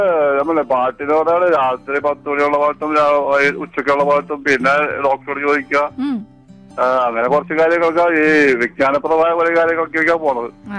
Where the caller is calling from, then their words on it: Kochi, Kerala, India; ഞാനിപ്പോ താമസിക്കുന്നത് സൗത്തില്. എറണാകുളം ഇതില്ല, കർഷക റോഡില്ല, സൗത്ത് റെയിൽവേ സ്റ്റേഷൻ്റെ അടുത്ത്.